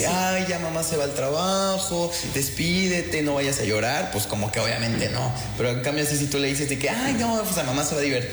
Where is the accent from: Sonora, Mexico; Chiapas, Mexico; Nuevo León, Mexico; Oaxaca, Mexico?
Chiapas, Mexico; Comitán; Bonito, porque fíjate que yo soy de Comitán, un lugar donde hay muchos escritores, hay mucha cultura, hay mucha gente que escribe y todo.